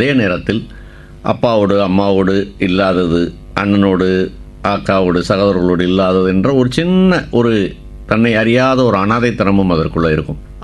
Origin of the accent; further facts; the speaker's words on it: Madurai, Tamil Nadu, India; நான் மதுரைதானுடைய சொந்த ஊர். ஆனால் என்னுடைய அப்பா இங்கே சென்னையில் பணிபுரிந்தார்